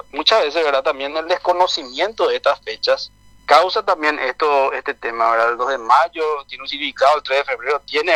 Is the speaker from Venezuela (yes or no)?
no; Paraguay; Nosotros como paraguayos